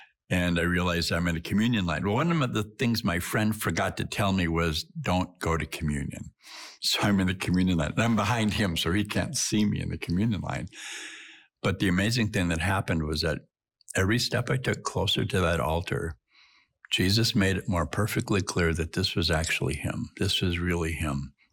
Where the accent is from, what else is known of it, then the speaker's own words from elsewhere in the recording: Duluth, Minnesota, United States; the bishop of my hometown, the Bishop of Duluth.